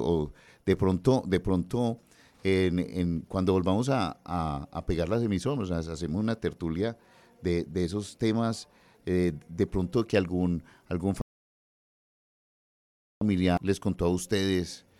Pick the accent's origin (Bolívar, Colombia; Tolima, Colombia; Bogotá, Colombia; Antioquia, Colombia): Antioquia, Colombia; Medellín; yo me crié en una casa en Prado Centro y esas casas de Prado Centro tienen un frente muy cortico, un frente de 4 metros, 5 metros.